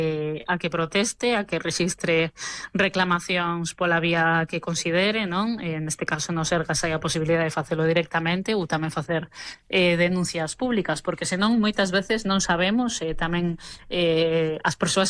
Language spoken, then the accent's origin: Galician; Ourense, Galicia, Spain; E teño feito como moitas ourensás que reclamar